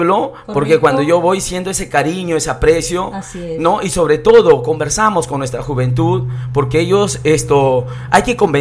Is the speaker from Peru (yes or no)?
yes; Tucumán, Lambayeque, Peru; Mi pueblo de Tucumán y sus caseríos